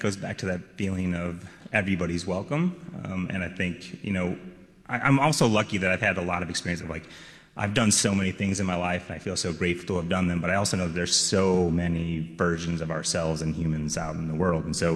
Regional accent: St. Louis, Missouri, United States; I grew up in a restaurant, which helped a lot. I am from St. Louis, Missouri. I was born and raised

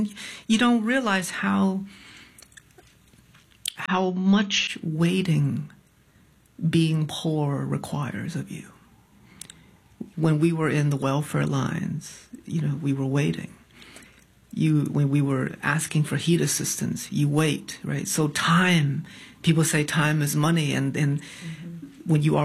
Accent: Connecticut, United States

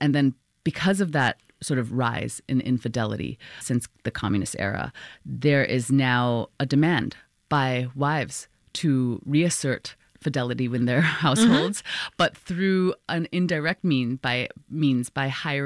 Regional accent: Hong Kong; I grew up in Hong Kong

